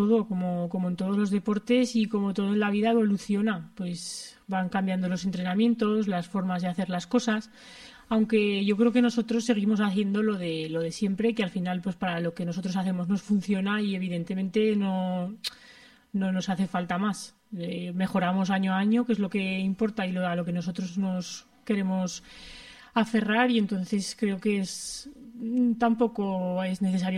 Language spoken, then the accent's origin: Spanish; Alfamén, Aragon, Spain; un sitio de allí cerca de mi pueblo, de Alfamén